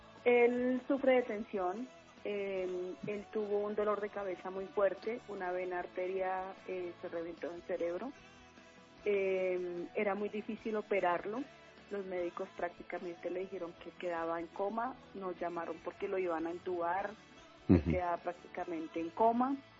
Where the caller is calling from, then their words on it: Bogotá, Colombia; Acá en la ciudad de Bogotá.